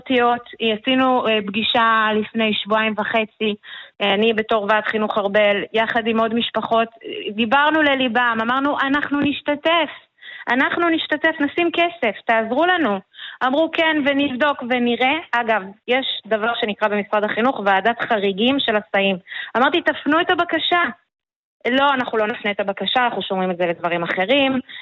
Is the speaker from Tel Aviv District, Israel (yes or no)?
no; Northern District, Israel; now in Arbel, Israel; אני בעצם במקור בכלל ממועצה אזורית מסגב, אני התחתנתי עם בן מושב, חקלאי, פה בארבל